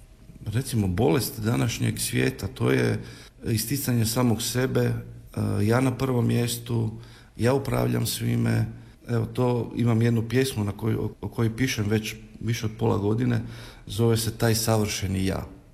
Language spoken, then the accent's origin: Croatian; Croatia; tu kod nas u Hrvatskoj